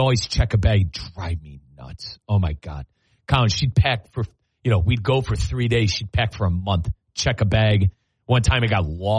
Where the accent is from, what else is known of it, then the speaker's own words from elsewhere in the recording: Midwest, United States; moved away; I'm from the Midwest, man. You know, it's cars, bro. I didn't ride trains growing up.